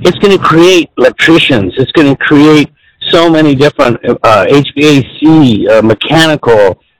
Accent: Commerce City, Colorado, United States; I was born and raised in Commerce City.

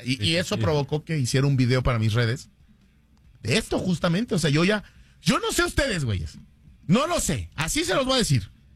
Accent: Mexico; Ponte a pensar que todos somos mexicanos, por Dios.

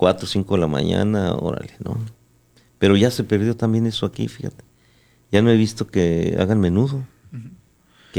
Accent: Mexico; decir, bueno, somos mexicanos, estamos alegando la soberanía.

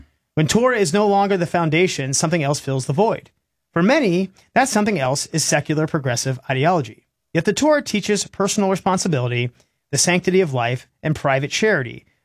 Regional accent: Bexley, Ohio, United States; I grew up in Bexley. I know exactly what that's all about, especially in the 80s and 90s.

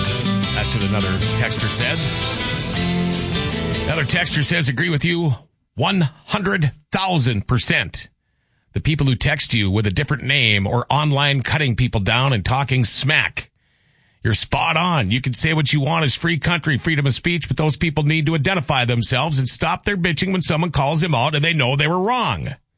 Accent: Crookston, Minnesota, United States; I have done more reminiscing about back in the day growing up in Crookston, Thief River Falls, Gently.

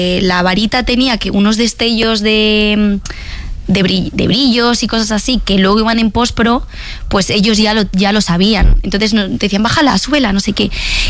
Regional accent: Valencia, Valencian Community, Spain; Me fui, pues eso, yo soy de Valencia, estaba estudiando allí interpretación, teatro musical

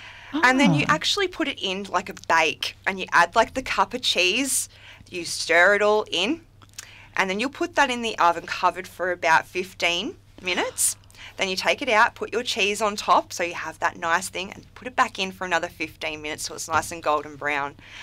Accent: Morwell, Victoria, Australia; I came from Morwell. I did come from Morwell. So I've grown up around Latrobe Valley.

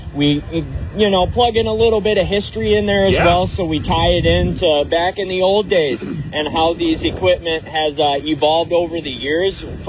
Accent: Wisconsin, United States; moved away as an adult; now in McHenry, United States; I'm from Wisconsin, moved down to Illinois in 2019

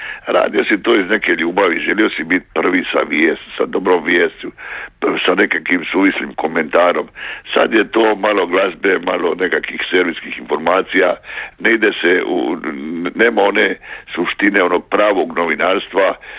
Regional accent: Croatia

